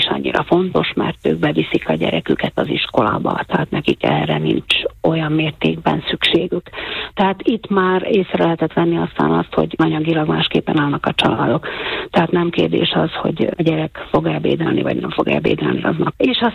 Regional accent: Košice Region, Slovakia; én Bodrogközből származom

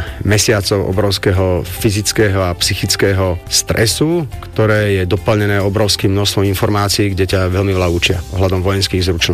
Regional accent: Šaľa, Nitra Region, Slovakia; now in Sereď, Slovakia; pochádzam zo Šale, momentálne pôsobím v Seredi.

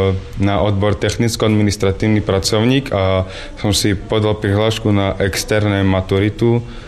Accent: Jarovnice, Prešov Region, Slovakia; pochádzam z Jarovnic

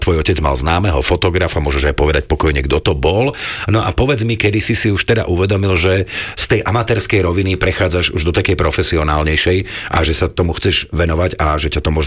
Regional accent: Bratislava, Bratislava Region, Slovakia; ja som z Petržalky práve z toho konca a keď som v Brači a pozerám na tú trojku, tak si hovorím, teba čaká ešte dlhá cesta.

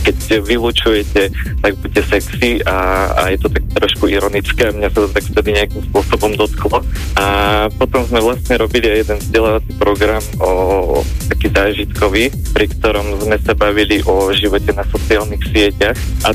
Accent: Trstená, Žilina Region, Slovakia; No ja som z Trstenej

